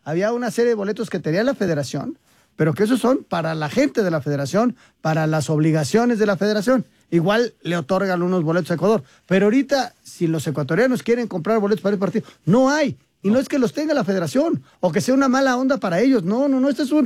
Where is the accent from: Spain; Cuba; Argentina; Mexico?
Mexico; Y somos mexicanos nosotros le vamos a México.